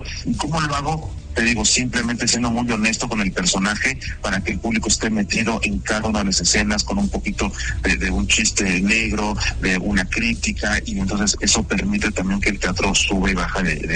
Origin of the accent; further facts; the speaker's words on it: Mexico; como somos los mexicanos.